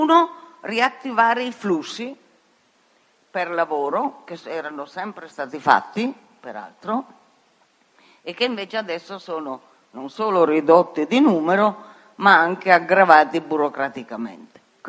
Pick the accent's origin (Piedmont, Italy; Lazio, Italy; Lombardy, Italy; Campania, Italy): Piedmont, Italy; Io sono piemontese